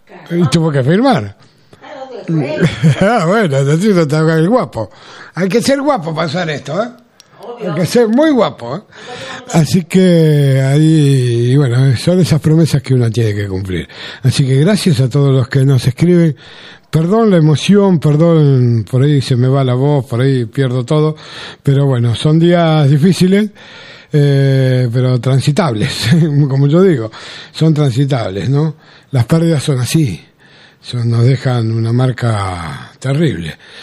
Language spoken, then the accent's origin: Spanish; Buenos Aires, Argentina; born there; Yo soy de Capital Federal, nacido en Parque de los Patricios, y el chamamé corre por mi sangre, con mis viejos correntinos los dos, y mi abuelo y mi bisabuelo paraguayo.